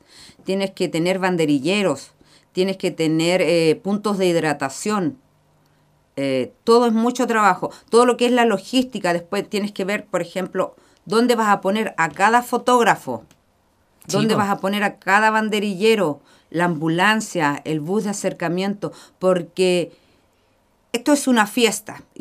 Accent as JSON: {"language": "Spanish", "area": "Chiloé", "region": "Los Lagos", "country": "Chile", "said": "Yo soy chilota."}